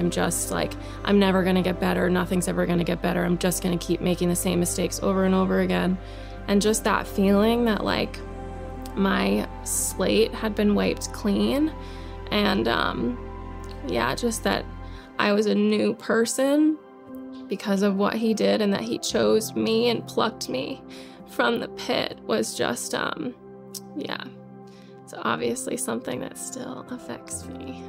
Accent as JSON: {"language": "English", "region": "New York", "country": "United States", "tie": "born or raised there", "said": "I grew up in New York."}